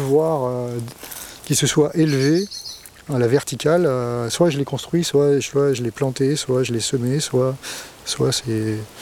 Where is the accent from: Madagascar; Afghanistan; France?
France; Île-de-France; moved away as an adult; je suis né en région parisienne. Enfin, je suis parisien de souche, mais le grand-père de mon grand-père était... La famille était à Fontenay-sous-Bois. Il était maraîcher, cet aïeul.